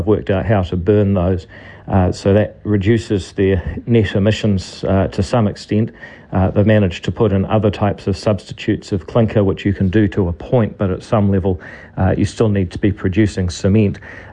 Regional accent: Whangarei, Northland, New Zealand; I grew up in Whangarei.

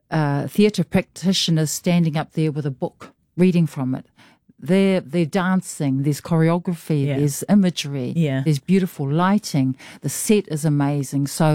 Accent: Gisborne, New Zealand; because I grew up in Gisborne or, you know, around Gisborne and Mangatū and Te Karaka, very small places.

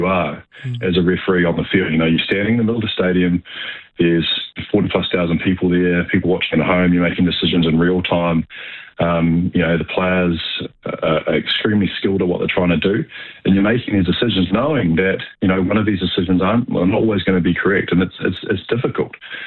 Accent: New Zealand; growing up in New Zealand, we grew up this sport.

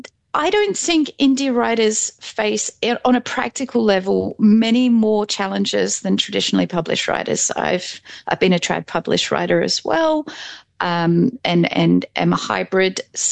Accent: Outback, Australia; So I grew up in Outback Australia. I was, I grew up on massive farms and I was really isolated, and we were moving around a lot as a kid.

